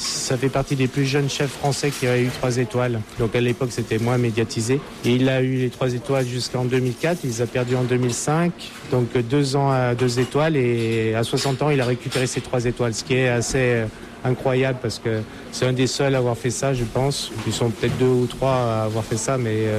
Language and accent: French; Rouen, Normandy, France; now in Chagny, France; Voilà, ça fait maintenant 17 ans que je suis à Chagny. Je suis originaire de Rouen